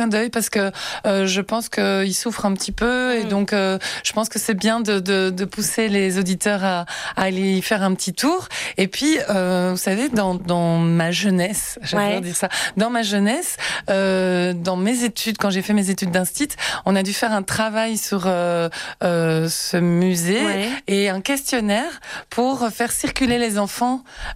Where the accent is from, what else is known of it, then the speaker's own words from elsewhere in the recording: Brussels, Brussels-Capital Region, Belgium; born there; Moi, je suis née à Bruxelles, donc je connais Bruxelles de gauche à droite, mais de différentes façons que des gens qui arrivent à Bruxelles.